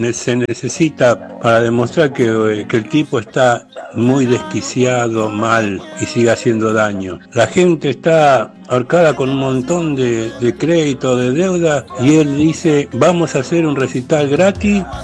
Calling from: Cipolletti, Río Negro, Argentina; de Cipolletti.

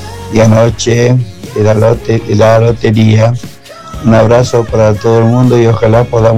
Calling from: Uruguay; soy amigo de Chaca. Yo soy uruguayo, pero de Chaca.

